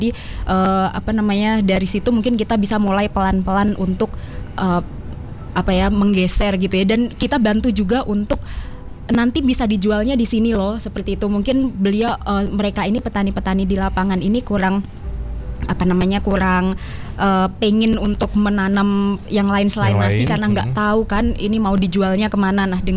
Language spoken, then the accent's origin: Indonesian; Tulungagung, East Java, Indonesia; Dulu kalau saya kecil, ini agak cerita sedikit. Saya dari Tulungagung di Jawa Timur.